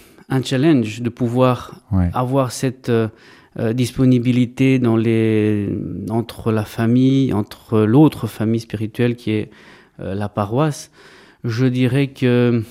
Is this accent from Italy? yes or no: no; Brussels, Brussels-Capital Region, Belgium; also born or lived in Greece; Et donc, je suis né en Grèce moi-même, mais j'ai grandi ici en Belgique, à Bruxelles plus précisément.